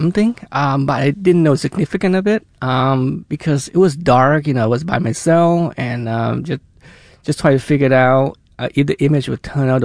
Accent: Thailand; Oh, yeah, that's an interesting story. You know, when I was a kid, I loved going out fishing.

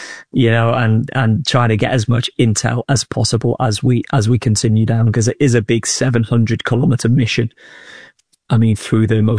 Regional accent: Old Colwyn, Wales, United Kingdom; born or raised there

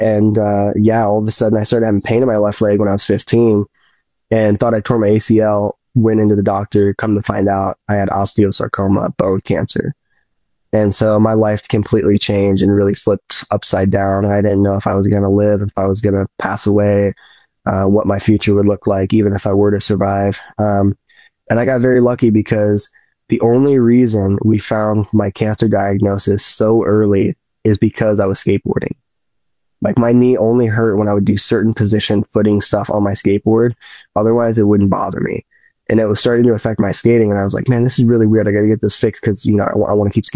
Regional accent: St. Louis, Missouri, United States; You know, I grew up in Missouri and St. Louis in the U.S. And as you guys know, that's not in the mountains at all. It's the Midwest.

